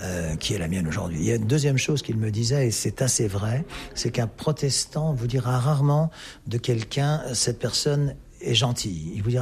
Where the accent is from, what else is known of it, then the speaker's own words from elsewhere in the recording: France; born there; ce qui est ma demi-nationalité vu que je suis né en France, de mère néerlandaise.